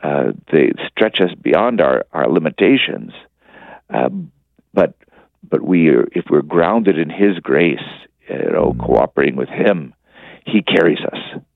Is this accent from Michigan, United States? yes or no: no; Texas, United States; And of course, I grew up in the Bible Belt in Texas, and so I had a lot of Baptist friends growing up